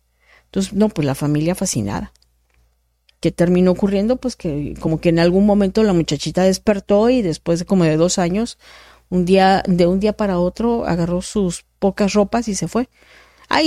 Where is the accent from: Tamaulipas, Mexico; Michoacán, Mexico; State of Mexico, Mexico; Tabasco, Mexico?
Tabasco, Mexico; sí le puedo decir de allá de mi pueblo donde vengo, de allá de Tabasco